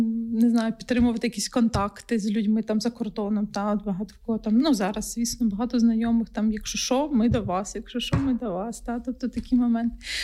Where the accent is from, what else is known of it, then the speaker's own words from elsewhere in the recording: Huliaipole, Zaporizhzhia Oblast, Ukraine; moved away; я сама з Гуляйполя Запорізької області, нині окупованого